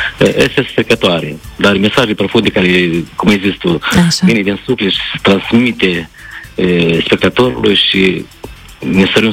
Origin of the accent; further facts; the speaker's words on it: Rejeni, Telenești District, Moldova; satul meu de Baștină, din Răunul Telenești, unde m-am născut și am crescut, unde am umblat de scurs prin iarbă, un sat frumos, pitoresc, din inima Moldovei